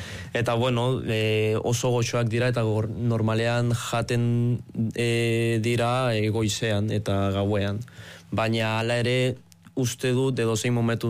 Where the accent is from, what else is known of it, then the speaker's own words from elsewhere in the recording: Honduras; Basque is a second language; now in Basque Country, Spain; Bai, hori da, Hondurasekoa naiz. Eta bueno, orain dela bi urte, bueno, aurten beteko ditut bi urte hemen Euskal Herrian.